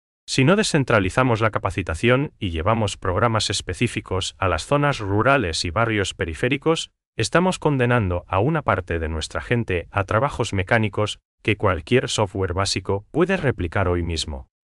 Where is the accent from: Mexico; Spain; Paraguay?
Paraguay; es como nosotros, como sociedad paraguaya, decidimos usar esa tecnología para potenciar el trabajo humano